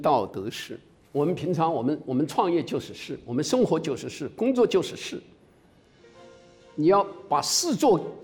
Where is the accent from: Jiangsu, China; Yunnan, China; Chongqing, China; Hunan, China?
Hunan, China; 因为我是湖南人